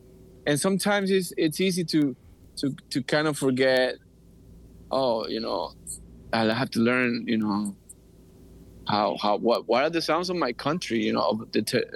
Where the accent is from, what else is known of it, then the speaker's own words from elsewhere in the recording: Colombia; moved away; I come from Colombia